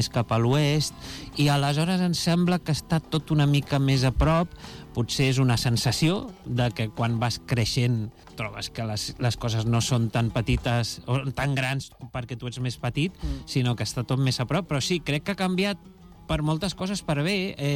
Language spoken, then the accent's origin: Catalan; Badalona, Catalonia, Spain; born or raised there; moved away